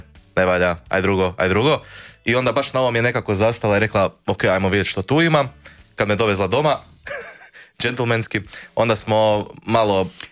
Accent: Voloder, Sisak-Moslavina County, Croatia; mi živimo u Voloderu, iz Volodera smo oboje, živimo 5 minuta autom jedan od drugog

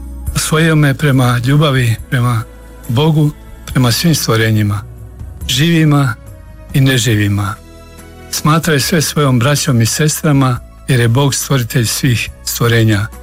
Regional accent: Herzegovina, Bosnia & Herzegovina; Kod nas u Hercegovini se kaže pratar umjesto frata.

